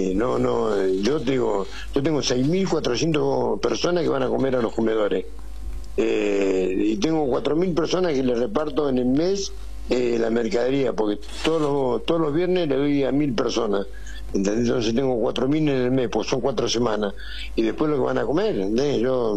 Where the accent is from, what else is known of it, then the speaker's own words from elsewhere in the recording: Argentina; Estamos en un país tan rico como la Argentina